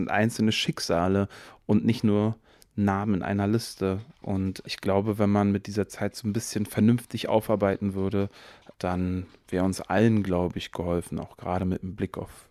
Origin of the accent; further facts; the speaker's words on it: Eberswalde, Brandenburg, Germany; Ich musste nur auf meine eigene Heimatstadt Eberswalde oder auf meinen Geburtsort Eberswalde schauen